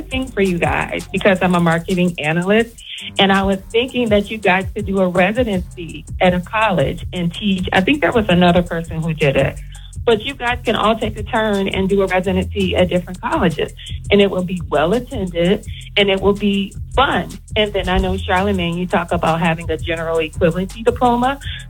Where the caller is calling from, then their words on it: Myrtle Beach, South Carolina, United States; Calling from Myrtle Beach.